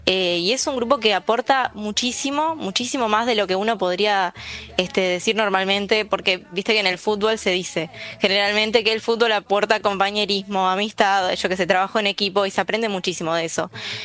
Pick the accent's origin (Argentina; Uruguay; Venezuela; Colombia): Uruguay; Mercedes, Soriano; yo soy de Mercedes.